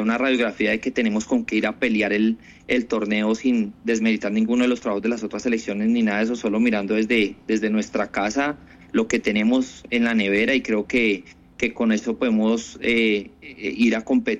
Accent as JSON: {"language": "Spanish", "region": "Bogotá", "country": "Colombia", "tie": "born or raised there", "said": "Soy nacido, criado en Bogotá, estuve más de 12 años trabajando en la Liga de Fútbol de Bogotá"}